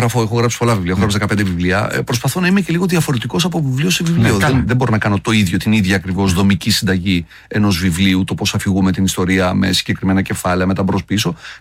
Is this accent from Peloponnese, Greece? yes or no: no; Trikala, Thessaly, Greece; moved away; στα Τρίκαλα που μεγάλωσα